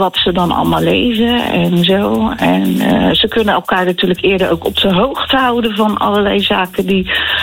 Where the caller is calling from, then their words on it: Rotterdam, South Holland, Netherlands; In Overschie.